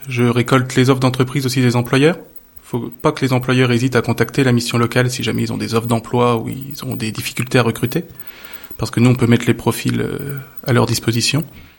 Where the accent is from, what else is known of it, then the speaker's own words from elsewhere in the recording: Nevers, Bourgogne-Franche-Comté, France; Moi, je suis originaire de Nevers, à la base, donc j'ai une bonne connaissance de Nevers.